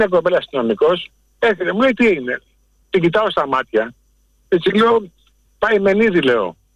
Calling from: Piraeus, Attica, Greece; από τον Πειραιά.

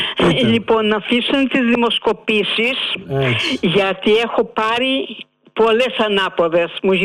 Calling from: Athens, Attica, Greece; είμαι από Αμπελοκήπους.

